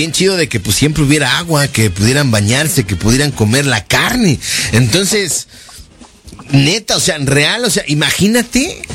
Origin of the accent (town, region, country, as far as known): Mexico